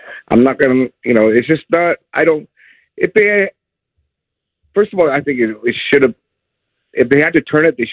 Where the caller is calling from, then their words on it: Vancouver, British Columbia, Canada; I'm calling from Vancouver, the other host city here.